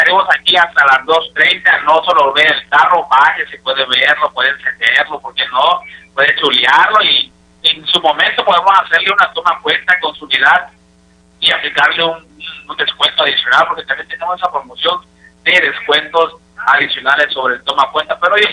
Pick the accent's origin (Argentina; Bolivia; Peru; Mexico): Mexico